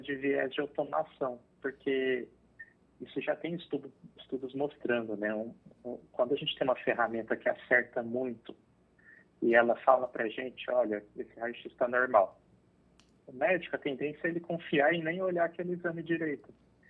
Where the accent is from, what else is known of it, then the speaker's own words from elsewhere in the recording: Ribeirão Preto, São Paulo, Brazil; eu sou de Ribeirão Preto, São Paulo